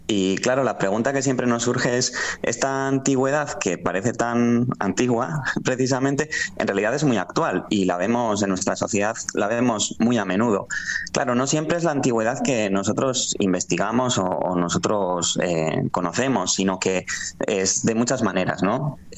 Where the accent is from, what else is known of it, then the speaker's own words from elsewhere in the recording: Basque Country, Spain; A cómo nos vemos y definimos como vascos